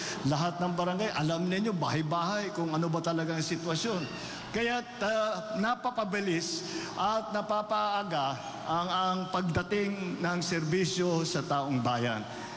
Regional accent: Ilocos Region, Philippines; nung naging gobernador po ako ng 9 na taon doon sa amin sa Ilocos Norte

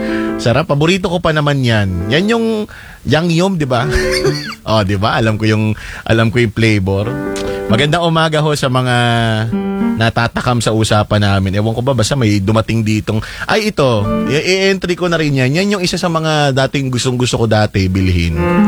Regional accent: Quezon, Calabarzon, Philippines; Taga-Quezon kasi kami.

